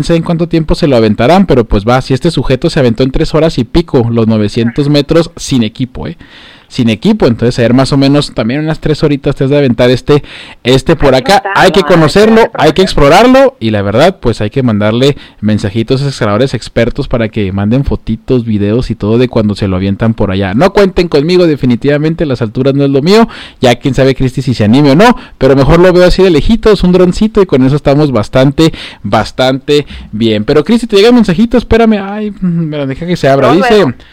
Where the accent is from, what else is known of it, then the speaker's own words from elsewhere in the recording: Chihuahua, Mexico; somos el estado más bonito de la República Mexicana